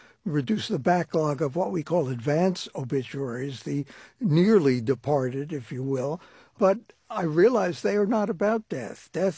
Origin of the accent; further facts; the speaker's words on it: Brooklyn, New York, United States; Well, I come from a culture growing up in Brooklyn where death was denied.